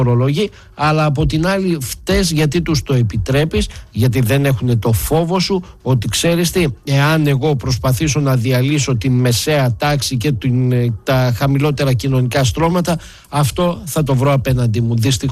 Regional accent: Greece

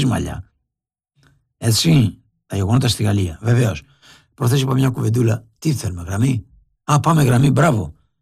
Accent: Greece

